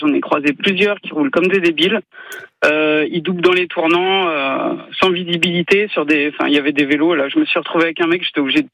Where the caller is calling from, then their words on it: Mosset, Occitanie, France; j'habite à Mossette, là je suis en train de rentrer depuis la direction de Perpignan